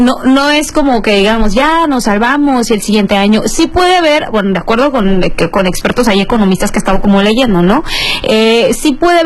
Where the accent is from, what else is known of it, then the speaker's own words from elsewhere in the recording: Mexico; esta solidaridad que tenemos como mexicanos.